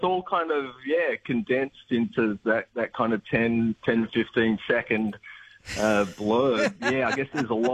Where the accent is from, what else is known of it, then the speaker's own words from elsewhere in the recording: Budgewoi, New South Wales, Australia; also born or lived in Sydney / Buff Point; we moved up from Sydney when I was a baby, and mum and dad were in Budgerywar when I was very young and my sister was very young, and then we moved to Buff Point not long after that. So I went to Budgerywar public school